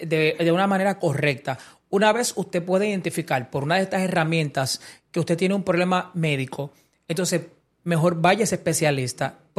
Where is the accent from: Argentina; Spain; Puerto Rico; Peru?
Puerto Rico; moved away as an adult; now in Dominican Republic; yo soy puertorriqueño. Tengo ya 16 años en República Dominicana. Yo llegué aquí a estudiar.